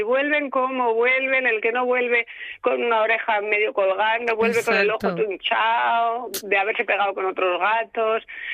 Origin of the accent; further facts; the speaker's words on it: Asturias, Spain; los asturianos tenemos que estar orgullosos